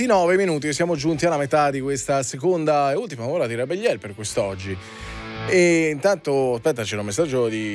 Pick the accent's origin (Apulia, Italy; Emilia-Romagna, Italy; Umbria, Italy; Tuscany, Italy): Apulia, Italy; Cerignola; questa è proprio delle parti mie, ragazzi, sono di Cerignola. Foggia è la provincia di Cerignola, quindi decisamente, e conosco l'accento lì, è normale riconoscerlo.